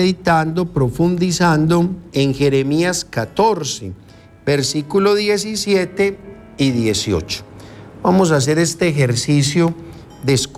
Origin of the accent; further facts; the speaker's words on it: Sabaneta, Antioquia, Colombia; Yo soy de Sabaneta, Antioquia, y en Sabaneta, Antioquia está el santuario de María Auxiliadora.